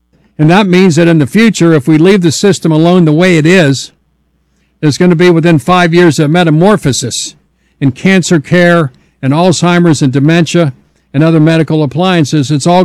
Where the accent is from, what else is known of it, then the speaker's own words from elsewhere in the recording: Ohio, United States; In my home state of Ohio, it's a tough race for John Huston against Sherrod Brown